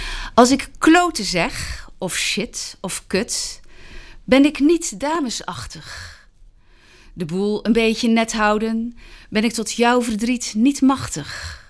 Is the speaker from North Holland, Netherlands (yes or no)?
yes; Amsterdam, North Holland, Netherlands; Ik kom uit Amsterdam.